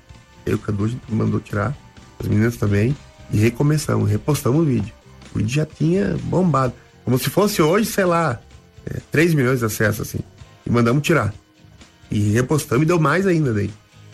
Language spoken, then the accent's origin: Portuguese; Rio Grande do Sul, Brazil; now in Curitiba, Brazil